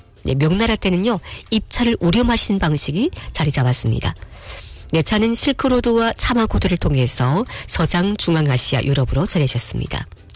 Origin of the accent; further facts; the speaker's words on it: China; 중국 사람으로서